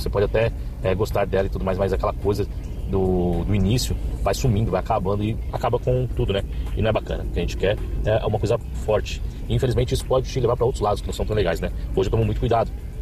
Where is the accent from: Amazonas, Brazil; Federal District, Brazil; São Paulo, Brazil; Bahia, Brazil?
São Paulo, Brazil; Não vou falar meu nome, mas eu sou de São Paulo.